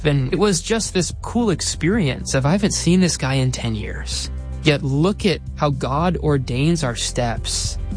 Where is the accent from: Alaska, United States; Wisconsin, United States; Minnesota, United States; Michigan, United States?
Minnesota, United States; now in San Diego, United States; I had learned that one of my high school friends that I grew up in Minnesota, had moved 20 minutes away from me to San Diego, California.